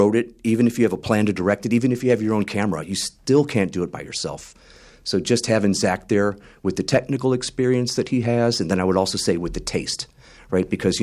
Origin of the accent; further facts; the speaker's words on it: San Diego, California, United States; also born or lived in Los Angeles; now in Humboldt Bay, United States; I'm from San Diego, worked around L.A.